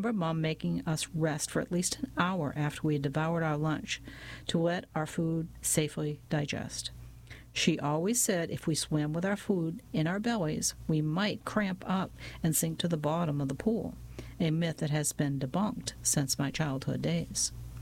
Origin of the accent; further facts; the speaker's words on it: Howard, Kansas, United States; I often miss the carefree days of summer that I enjoyed as a child in the late 70s, growing up in Howard, Kansas.